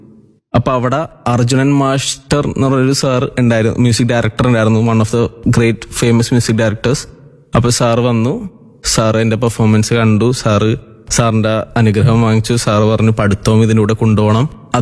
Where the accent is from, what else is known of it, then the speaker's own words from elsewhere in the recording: Thoppumpady, Kerala, India; ഞാൻ തോപ്പുംപടി സ്വദേശിയാണ്.